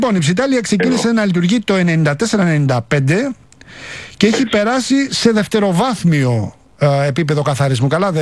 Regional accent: Rafina, Attica, Greece; στην πατρίδα μου στη Ραφίνα χτίζεται ένας βιολογικός εκεί

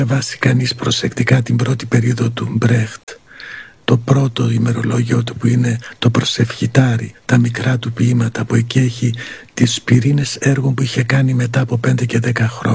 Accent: Greece; moved away as an adult; also born or lived in Germany; γιατί ήθελα να φύγω από το χωριό μου καταρχάς, που ήταν η οικογένειά μου στιγματισμένη αριστερή και διωκόμενη.

